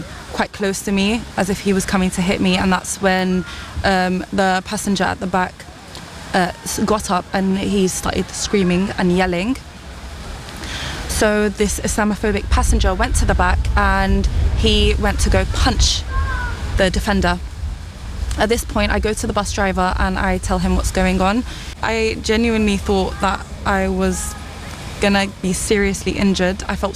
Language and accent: English; London, United Kingdom; born or raised there